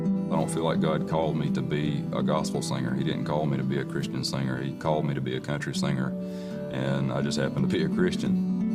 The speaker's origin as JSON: {"language": "English", "region": "South Carolina", "country": "United States", "tie": "born or raised there", "said": "Growing up in South Carolina"}